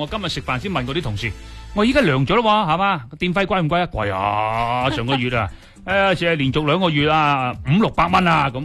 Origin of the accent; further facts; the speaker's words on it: Guangdong, China; 我哋广东人